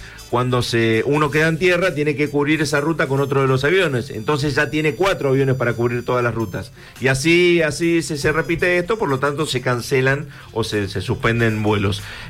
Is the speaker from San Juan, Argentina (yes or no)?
yes; San Juan, Argentina; A mí me preguntaban de dónde sos y yo decía San Juan